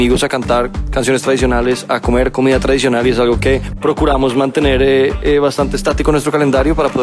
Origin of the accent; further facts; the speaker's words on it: Bogotá, Colombia; Nosotros somos de Bogotá, de Colombia, una ciudad arriba en las montañas, siempre hace frío.